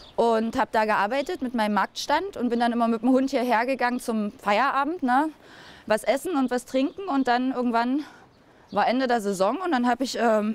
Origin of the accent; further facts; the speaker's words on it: Dresden, Saxony, Germany; now in Rügen, Germany; Ich wollte ja eigentlich nie weg aus Dresden, das hat mir schon, war schon meine Heimat so, ne?